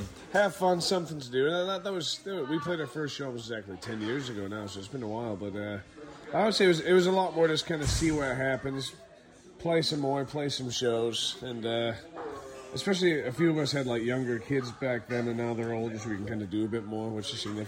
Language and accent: English; Vancouver, British Columbia, Canada; I'm from Vancouver.